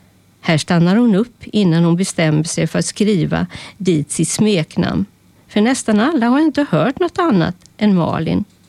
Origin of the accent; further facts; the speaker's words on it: Jönköping, Jönköping County, Sweden; moved away; also born or lived in Örebro / Stockholm / Karlstad; jag är född och uppvuxen i Jönköping vid Vättern. Och sen flyttade jag till Örebro, Hjälman. Och sen till Stockholm, Mälaren. Och sen flyttade till Karlstad och Vänern. Men nu har jag ett hus vid havet. En sommarstuga på västkusten.